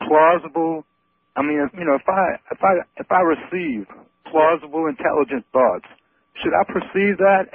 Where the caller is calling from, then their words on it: New Orleans, Louisiana, United States; I'm calling from New Orleans.